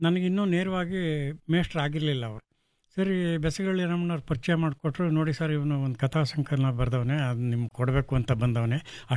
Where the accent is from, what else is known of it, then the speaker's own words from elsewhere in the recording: Kyathanahalli, Karnataka, India; ಅದನ್ನ ಹಾಡಿದವರು … ಅಂತೇಳಿ, ನಮ್ಮೂರ್ನವ್ರೆ, ನಮ್ಮ ಬೀದಿಯವರೇ.